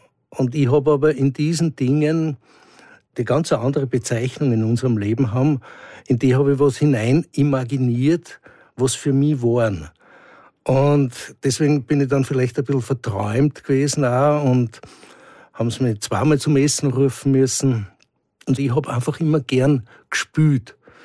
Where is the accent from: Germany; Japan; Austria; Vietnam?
Austria; Bad Gastein, Salzburg; Ich bin am Land aufgewachsen, in Gastein